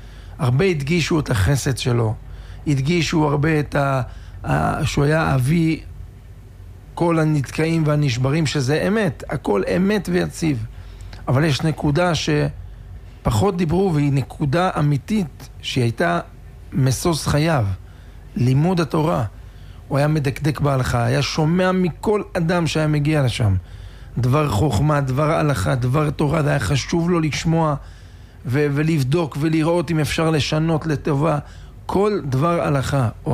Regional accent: Netanya, Central District, Israel; אני גדלתי בנתניה

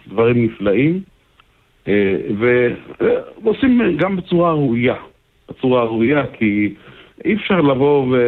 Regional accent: Kfar Chabad, Central District, Israel; אני גדלתי בחב"ד.

